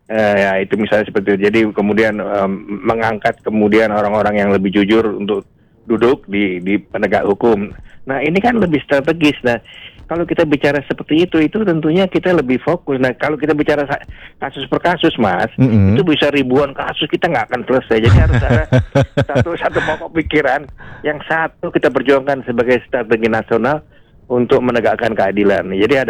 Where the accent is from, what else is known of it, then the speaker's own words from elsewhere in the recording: Yogyakarta, Special Region of Yogyakarta, Indonesia; born there; Karena mungkin karena saya lahir di Yogyakarta.